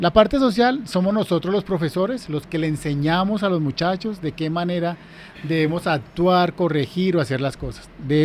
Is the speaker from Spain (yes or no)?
no; Bogotá, Colombia; Yo nací en Bosa, me crié en Bosa.